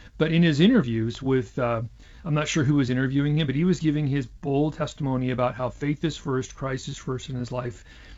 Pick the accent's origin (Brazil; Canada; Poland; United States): United States; Seattle, Washington; So I grew up in Seattle, in North Seattle. We moved there when I was very young and really spent the rest of my formative years there.